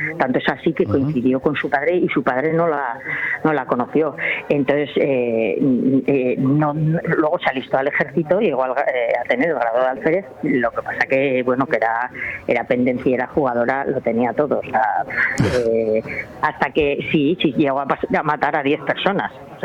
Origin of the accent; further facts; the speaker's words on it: Peralta, Navarre, Spain; yo soy de Peralta, de pueblo de Navarra